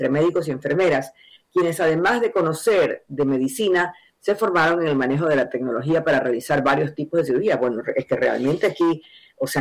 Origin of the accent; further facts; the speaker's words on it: Ecuador; nos enorgullece como ecuatorianos